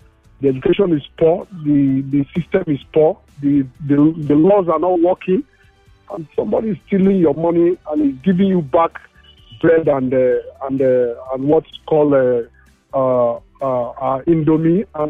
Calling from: Kenya; Yeah, I'm sorry, I'm calling from Kenya.

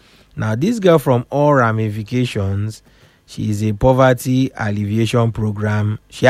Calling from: Lagos, Nigeria; I am chatting from Lagos. I am 28 years old.

